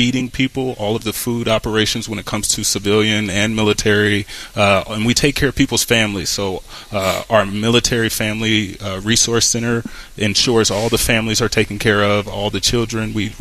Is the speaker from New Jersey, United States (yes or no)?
no; Cincinnati, Ohio, United States; moved away as an adult; So growing up in Cincinnati, Ohio